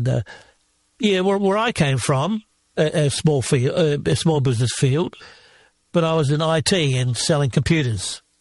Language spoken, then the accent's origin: English; New Zealand; now in Australia; I'm not an Australian. I'm from New Zealand, and my kids think I should become an Australian citizen, but I'm reluctant. I don't want to let go the final link to my home.